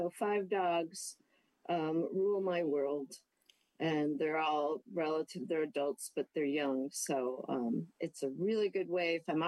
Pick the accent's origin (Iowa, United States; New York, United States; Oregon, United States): New York, United States; also born or lived in San Diego County, United States; Well, I grew up in New York and then lived overseas, but I spent a good 20 years in San Diego County.